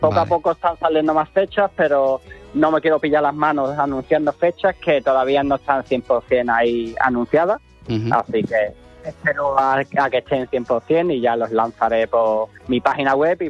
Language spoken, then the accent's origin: Spanish; England, United Kingdom; Spanish is a second language; now in Huelva, Spain; Bueno, realmente norteamericano no soy, soy inglés.